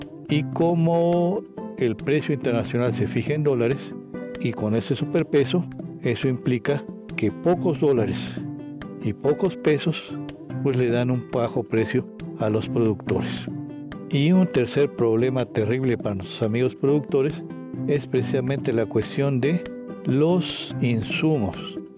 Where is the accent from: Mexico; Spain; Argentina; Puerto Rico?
Mexico